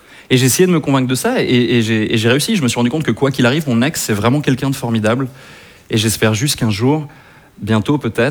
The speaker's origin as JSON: {"language": "French", "country": "Switzerland", "lives_now": "Paris, France", "said": "je suis suisse. Ça surprend les Parisiens, parfois, quand j'explique que je suis suisse"}